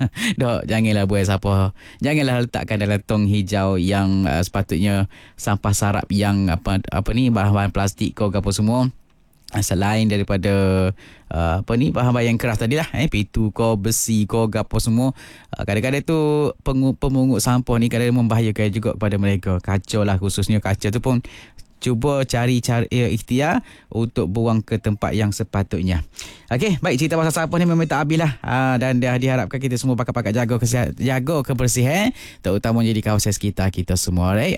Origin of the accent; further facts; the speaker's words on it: Kelantan, Malaysia; Jadi sebagai rakyat Kelantan, sebagai anak Kelantan